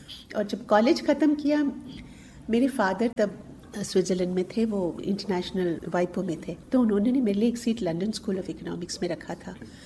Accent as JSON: {"language": "Hindi", "region": "Delhi", "country": "India", "tie": "born there", "said": "मैं दिल्ली में पैदा हुई हूँ और बिल्कुल typical south Indian family, Tamilian family में"}